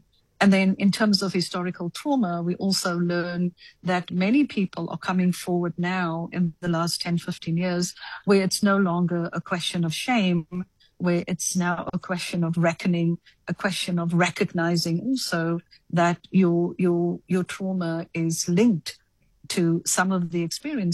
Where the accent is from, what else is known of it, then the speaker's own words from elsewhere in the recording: Cape Town, Western Cape, South Africa; also born or lived in District Six, Cape Town; we were forcibly removed to Lavender Hill on the 4th of August, 1973. So I grew up in Lavender Hill. I went to Steinberg High School.